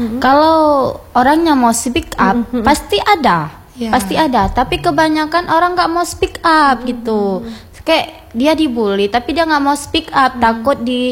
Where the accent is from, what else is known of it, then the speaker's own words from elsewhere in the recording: Aceh, Indonesia; Bahkan kami sebagai orang Simalu aja ada yang masih